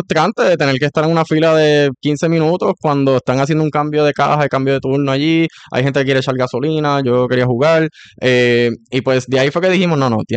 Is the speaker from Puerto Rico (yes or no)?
yes; Toa Alta, Puerto Rico; also born or lived in Mayagüez; primero que nada, soy de Toa Alta y de Mayagüez. Se me hace difícil escoger entre esas dos.